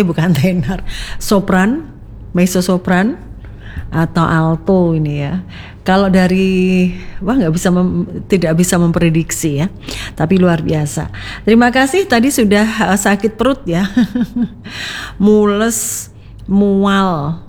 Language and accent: Indonesian; Java, Indonesia; memang itulah salah satu kekayaan ya dari bahasa Jawa yang kita tahu karena kita orang Jawa.